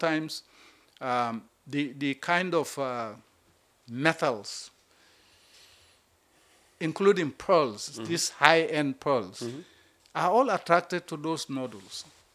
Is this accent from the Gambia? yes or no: yes; Gambia; born there; Part of my childhood, I grew up in Kauri, in that Panjang area.